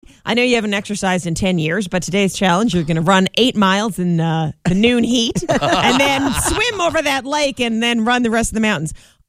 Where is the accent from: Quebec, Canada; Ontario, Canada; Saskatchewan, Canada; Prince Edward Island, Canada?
Quebec, Canada; Montreal; I grew up in Montreal.